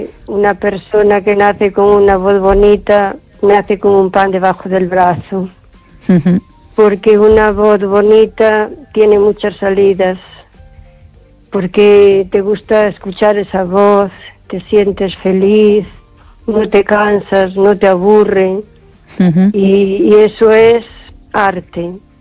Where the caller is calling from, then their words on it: O Carballiño, Galicia, Spain; de Carballiño.